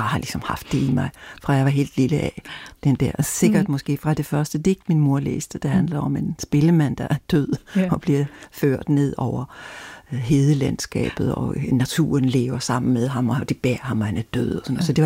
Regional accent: Ostrobothnia, Finland; moved away; Jeg savner min dialekt indimellem, og så har jeg en god veninde, som jeg altid taler vores hjemme. Stavns dialekt med hende

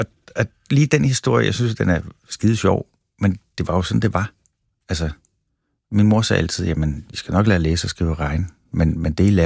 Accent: Valby, Capital Region of Denmark, Denmark; vi havde sådan en plads i Valby, faktisk lige over for spinderiet, hvor jeg voksede op.

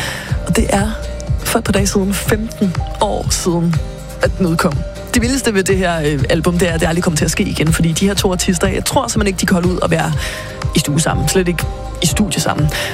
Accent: Zealand, Denmark; Jeg er fra Sjælland

